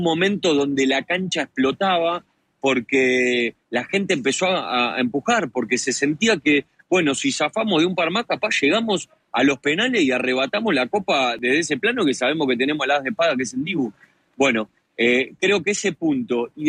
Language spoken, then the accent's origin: Spanish; Argentina; eso te quita un poquito de lo que sabemos que somos los argentinos